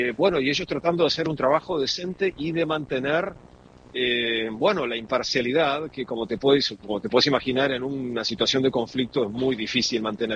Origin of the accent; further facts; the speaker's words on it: Uruguay; now in London, United Kingdom; no me falló el ADN uruguayo.